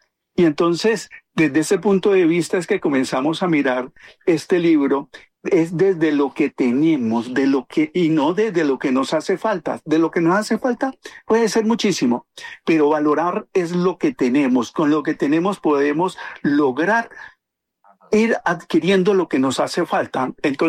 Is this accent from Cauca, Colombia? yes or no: yes; Mercaderes, Cauca, Colombia